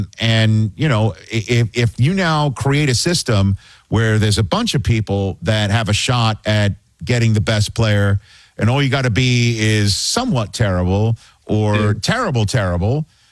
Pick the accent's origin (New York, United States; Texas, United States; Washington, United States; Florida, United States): New York, United States; You know, I'm a New Yorker, Jeff.